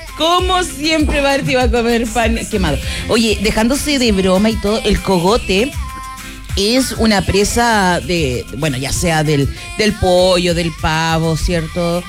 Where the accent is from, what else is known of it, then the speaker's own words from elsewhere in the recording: San Rosendo, Biobío, Chile; Yo vengo de San Rosendo a vivir a la ciudad.